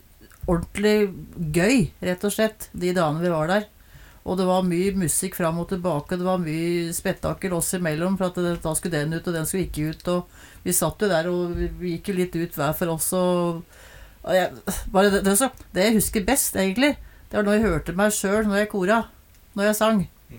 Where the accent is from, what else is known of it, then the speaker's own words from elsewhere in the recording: Ådalen, Buskerud, Norway; Da kom jeg … fra Ådalen inn i studio, kan du si.